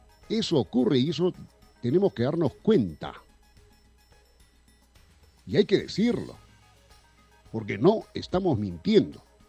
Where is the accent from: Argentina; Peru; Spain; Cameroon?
Peru; deberíamos los peruanos que hemos vivido aquellas épocas terribles de las crisis